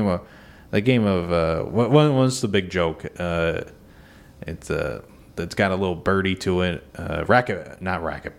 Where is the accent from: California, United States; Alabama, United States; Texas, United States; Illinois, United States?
Illinois, United States; Come on. We're from Illinois.